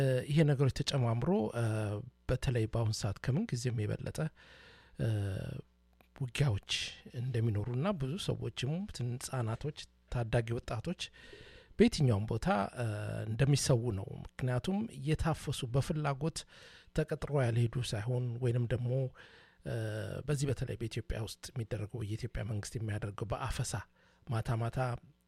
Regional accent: Dire Dawa, Ethiopia; ማንንም ሰው እኔ ድሬዳዋ ተወልጄ ነው ያደኩት

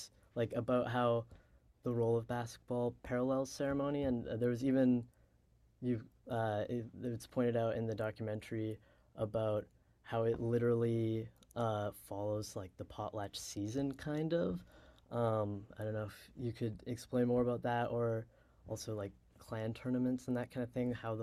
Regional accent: Manitoba, Canada; I'm Red River Métis from Treaty 1

